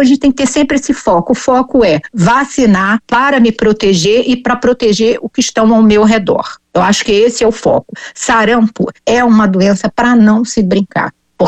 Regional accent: Rio de Janeiro, Brazil; Eu, por exemplo, sou do Rio, não temos essa orientação.

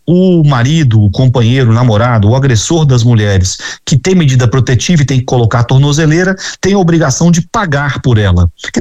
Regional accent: Rio de Janeiro, Brazil; Eu sou do Rio de Janeiro

